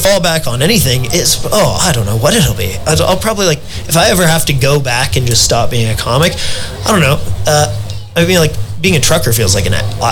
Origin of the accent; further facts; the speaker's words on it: Calgary, Alberta, Canada; moved away as an adult; also born or lived in London; now in United Kingdom; I'm from Canada. I'm from a place called Calgary.